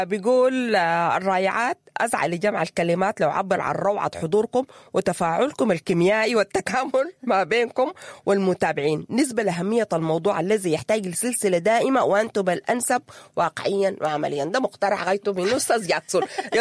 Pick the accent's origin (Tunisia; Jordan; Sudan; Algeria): Sudan; نحن سودانيين